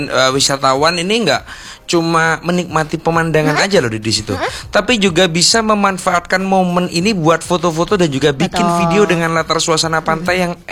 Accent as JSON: {"language": "Indonesian", "town": "Jember", "region": "East Java", "country": "Indonesia", "said": "di kota saya tercinta Jember"}